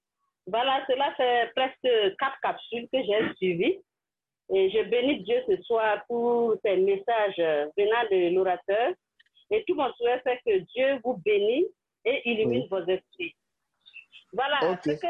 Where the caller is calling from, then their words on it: Burkina Faso; Ici, c'est le Burkina. J'appelle depuis le Burkina.